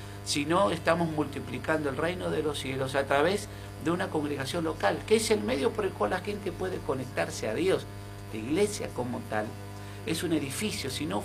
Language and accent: Spanish; Morón, Buenos Aires Province, Argentina; Soy, en este caso, de zona oeste, de Morón.